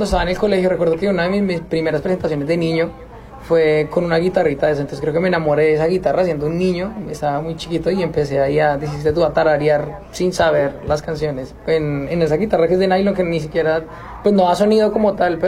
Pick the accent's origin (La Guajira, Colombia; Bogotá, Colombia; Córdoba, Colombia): Bogotá, Colombia; born there; cuando estaba en Bogotá, vivo en Bogotá. Cuando vivía con mis papás